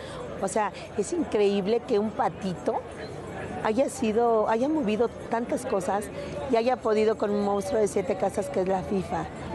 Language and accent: Spanish; Mexico; que conozcan esta parte de México, que conozcan cómo somos los mexicanos, cómo es la familia, que es un núcleo muy bonito, lleno de amor, y que somos gente trabajadora.